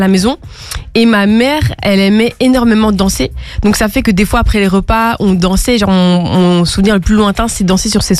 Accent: Molenbeek, Brussels-Capital Region, Belgium; born or raised there

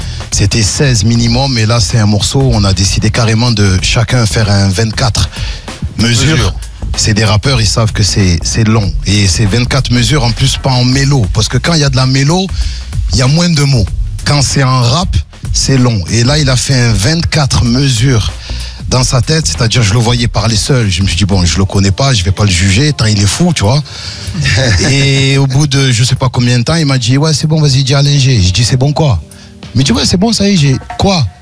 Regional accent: Marseille, Provence-Alpes-Côte d'Azur, France; En tant que Marseillais, on se comprend.

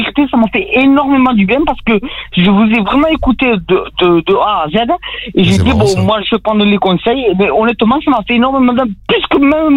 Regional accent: Mazamet, Occitanie, France; accent: southern; c'est l'accent du Sud

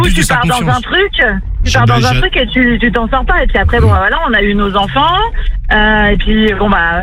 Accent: Chartres, Centre-Val de Loire, France; now in Dax, France; Pourquoi, j'ai déménagé, j'étais de Chartres.

